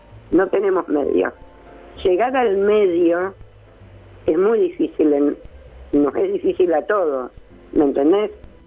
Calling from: Luján, Buenos Aires Province, Argentina; una carnicería muy grande que hay acá en Luján

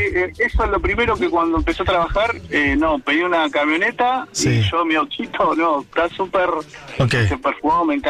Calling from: Cañuelas, Buenos Aires Province, Argentina; Soy de Cañuelas, pero tengo mi familia en Tigre, en Rincón de Milba.

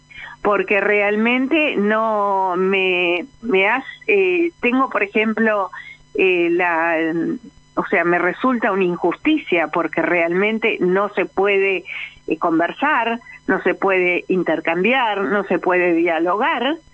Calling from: Acassuso, Buenos Aires Province, Argentina; de Agassuso.

